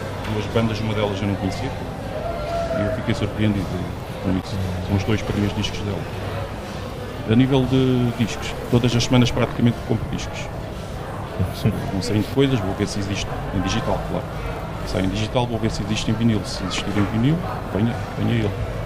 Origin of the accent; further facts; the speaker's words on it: Portimão, Algarve, Portugal; venho de Portimão, agora residente em Alfeira, e sou um amante de vinil desde 1996.